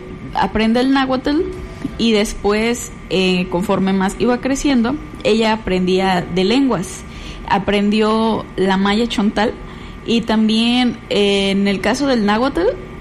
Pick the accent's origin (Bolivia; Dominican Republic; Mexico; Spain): Mexico; tu realidad es México, ¿no? O sea, es el país que habitamos, aquí es donde nos tocó nacer, donde nuestra patria nos abraza y pues a pesar de todas las cosas, al final de cuentas somos mexicanos